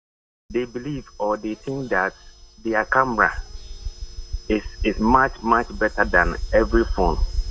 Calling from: Amasaman, Greater Accra, Ghana; I'm calling from Amaseman.

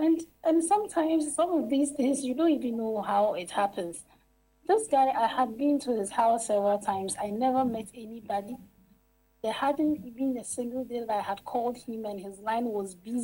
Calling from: Tarkwa, Western Region, Ghana; I'm calling from Takwa.

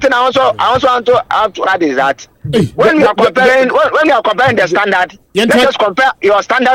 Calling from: Ghana; I'm calling from Anwojo.

